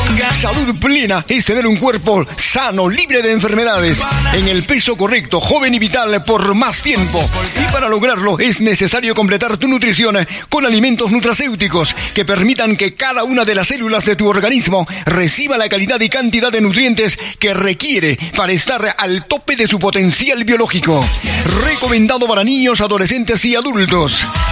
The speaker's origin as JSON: {"language": "Spanish", "country": "Peru"}